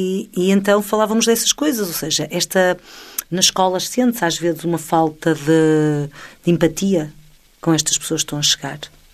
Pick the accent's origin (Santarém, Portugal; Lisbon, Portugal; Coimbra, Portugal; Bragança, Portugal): Bragança, Portugal; Mirandela; born there; now in Porto, Portugal; porque eu nasci em Mirandela e vim viver aqui para a cidade aos 89 anos de idade, e enquanto vivia no Porto, os meus avós transmontanos também tinham esta sensação, não é? Eu sentia-me transmontana, eu nasci em Trás-os-Montes.